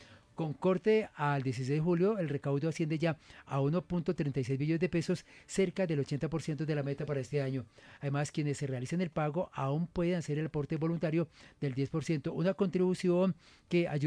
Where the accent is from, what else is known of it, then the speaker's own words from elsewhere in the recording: Bogotá, Bogotá Capital District, Colombia; es una contribución que uno como bogotano puede realizar.